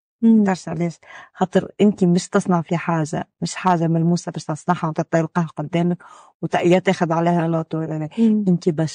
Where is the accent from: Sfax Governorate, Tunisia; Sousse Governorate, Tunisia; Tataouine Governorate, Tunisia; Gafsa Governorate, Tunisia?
Gafsa Governorate, Tunisia; Gafsa; أنا من قفصة